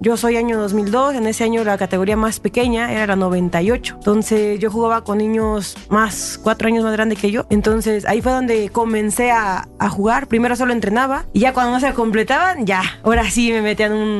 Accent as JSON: {"language": "Spanish", "town": "Ciudad Altamirano", "region": "Guerrero", "country": "Mexico", "tie": "born or raised there", "also_born_or_lived": "Michoacán", "moved": "as an adult", "said": "yo soy originaria de Ciudad Altamirano, Guerrero. Nací en Michoacán, pero toda mi vida la viví allá hasta que me vine a estudiar a la universidad para acá."}